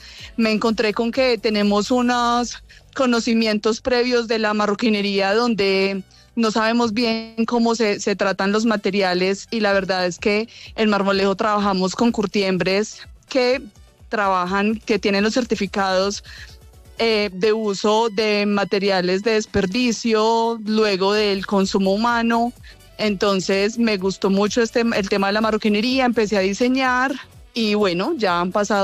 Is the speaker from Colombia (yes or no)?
yes; Manizales, Caldas, Colombia; now in Bogotá, Colombia; Yo soy de Manizales